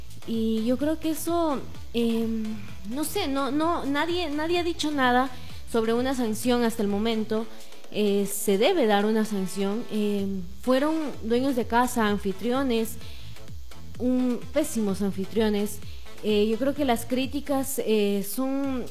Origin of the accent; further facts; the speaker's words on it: Ecuador; Estoy triste, como todos los ecuatorianos.